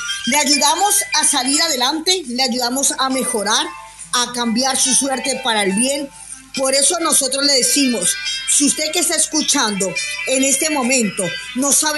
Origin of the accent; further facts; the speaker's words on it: Concordia, Entre Ríos, Argentina; soy de Concordia, quiero decirle que yo tengo precisamente acá un negocio de pinturas